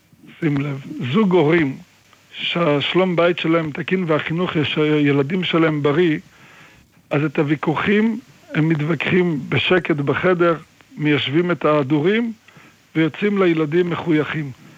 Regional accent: Netanya, Central District, Israel; born there; אני נולדתי בנתניה, אני מסתובב בנתניה

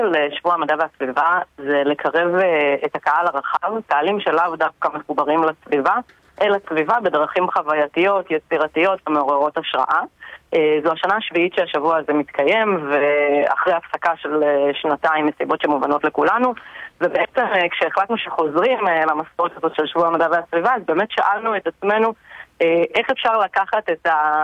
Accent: Nir Am, Southern District, Israel; אני מקיבוץ נרעם

